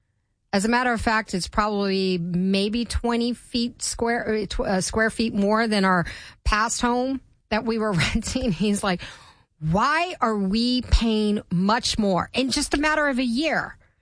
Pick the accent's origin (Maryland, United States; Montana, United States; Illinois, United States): Maryland, United States; also born or lived in Florida / Virginia; As some of you may know, I grew up in Maryland. I graduated high school in Maryland, left for Florida, came back. And my husband works in Virginia. So back in 2024, the end of that summer, we moved to Virginia.